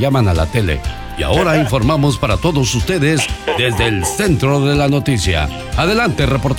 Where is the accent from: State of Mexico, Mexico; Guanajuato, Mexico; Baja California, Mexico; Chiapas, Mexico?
Guanajuato, Mexico; León; moved away; Un día salí de León, Guanajuato, pero León, Guanajuato nunca salió de mí.